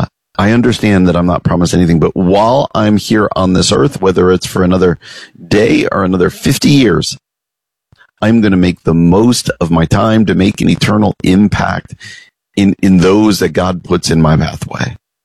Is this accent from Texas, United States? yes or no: no; New York, United States; I'm from the East Coast, so sometimes I like to read the New York Post online and just see what's going on back in the New York area where I grew up